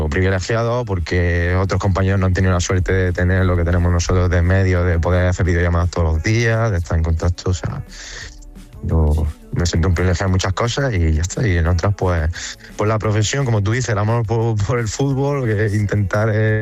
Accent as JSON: {"language": "Spanish", "country": "Spain", "said": "Hay 5, somos 5 españoles en el cuerpo técnico también"}